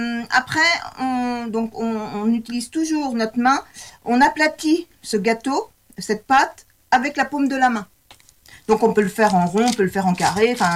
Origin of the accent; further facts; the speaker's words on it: Nouvelle-Aquitaine, France; chez nous, dans le Poitou